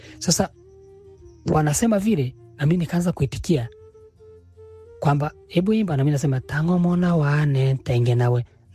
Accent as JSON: {"language": "Swahili", "town": "Sumbawanga", "region": "Rukwa", "country": "Tanzania", "said": "Sio wamesikia kwa mimi nimetokea Sumbawanga."}